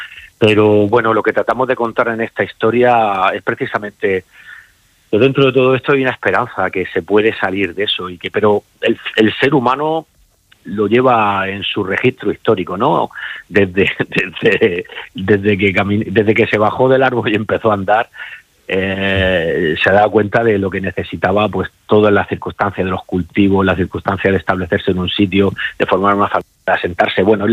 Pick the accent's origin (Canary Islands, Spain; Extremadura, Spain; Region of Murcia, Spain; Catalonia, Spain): Region of Murcia, Spain; Cartagena; moved away; me estoy pasando las vacaciones en Cartagena porque yo también me voy acercando a mi tierra, ¿no? Yo soy de aquí, estoy allí trabajando, pero también veo que necesito recoger mis raíces.